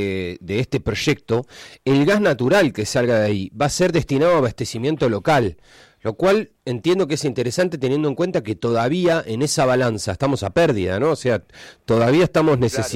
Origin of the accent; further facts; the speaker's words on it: Argentina; y sobre todo que yo insisto como argentino en que ojalá que se destine para el mercado interno y que dejemos de pagar gas caro